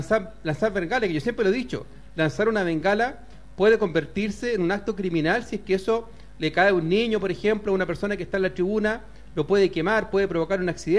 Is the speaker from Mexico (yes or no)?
no; Valparaíso, Chile; como soy de Playa Ancha, conozco bien el sector